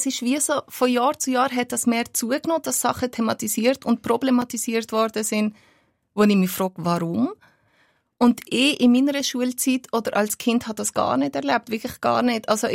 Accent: Albania; now in Switzerland; Dann habe ich gesagt, «Ja, aber ich bin ja nicht aus einem arabischen Land, ich bin aus Albanien.»

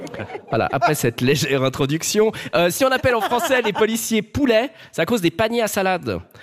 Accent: Geneva, Switzerland; j'ai grandi à Genève

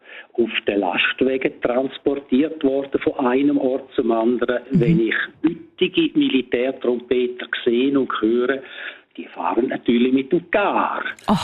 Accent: Domat/Ems, Graubünden, Switzerland; Weil damals hat es in dem Dorf, wo ich aufgewachsen bin, im bündnerischen Domadems, da hat es einen Fernsehsender gegeben.

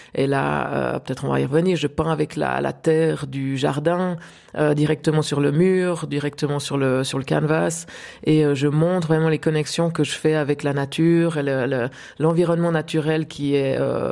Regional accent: Grancy, Vaud, Switzerland; parce que moi j'ai grandi au pied du Jura, comme vous l'avez mentionné, dans un petit village qui s'appelle Grancy, où à l'époque

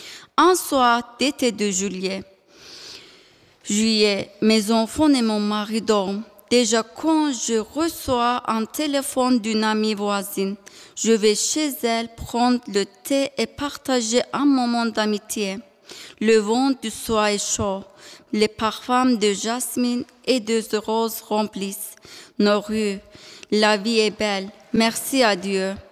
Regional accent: Alanya, Antalya, Turkey; moved away as an adult; Je suis mariée à Erkan. Nous venons de Turquie. Nous vivions à Alanya, une très jolie ville sur la côte au sud d'Antalya.

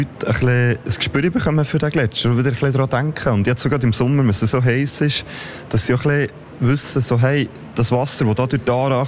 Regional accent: Kandersteg, Bern, Switzerland; Ich bin in Kandersteg aufgewachsen

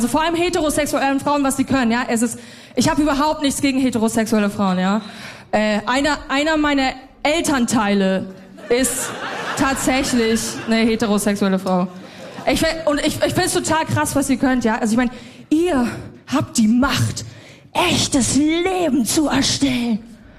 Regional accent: Bavaria, Germany; moved away; aber ich bin in Bayern groß geworden.

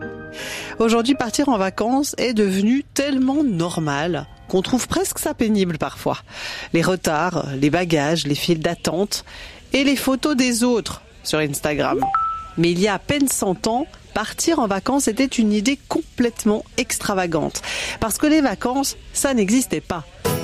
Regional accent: Switzerland; Chez nous, en Suisse.

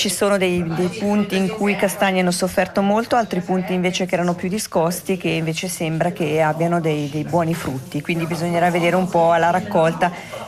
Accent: Ticino, Switzerland; Anch'io sono di Sannio, quindi sono qua della zona

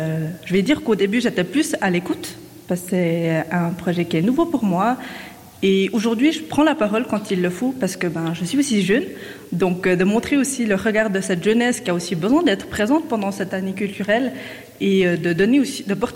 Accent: La Chaux-de-Fonds, Neuchâtel, Switzerland; moi, je suis née à la Chaux-de-Fonds. Donc c'est une ville qui m'a construite.

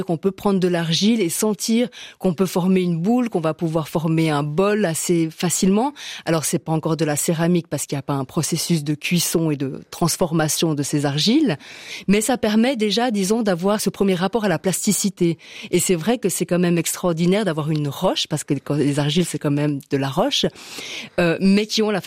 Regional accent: Valais, Switzerland; Je suis une Valaisanne pure souche.

